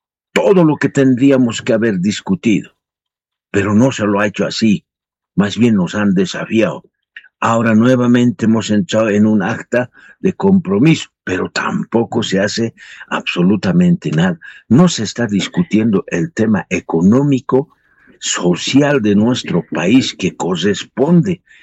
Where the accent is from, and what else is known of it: Bolivia